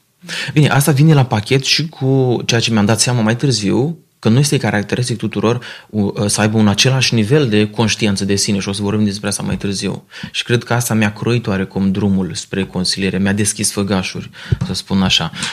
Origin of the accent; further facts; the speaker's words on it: Romania; Pentru noi ca români nu avem o istorie foarte veche cu legată de consiliere